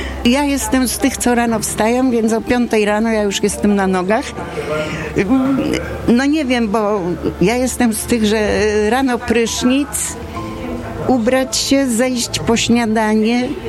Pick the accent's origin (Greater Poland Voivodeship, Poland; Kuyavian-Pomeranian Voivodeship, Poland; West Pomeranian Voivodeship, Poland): Kuyavian-Pomeranian Voivodeship, Poland; moved away as an adult; also born or lived in Toruń; now in Bydgoszcz, Poland; 78. W Bydgoszczy jestem od 68 roku. Pochodzę z Kujaw. Jestem rodowitą Kujawianką.